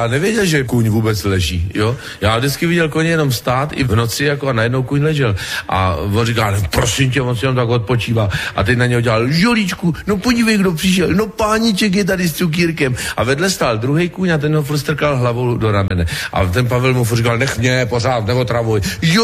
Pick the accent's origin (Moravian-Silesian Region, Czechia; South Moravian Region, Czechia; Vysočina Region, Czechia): Vysočina Region, Czechia; Třebíč; kterou jsme jeli po Třebíči po mém rodném městě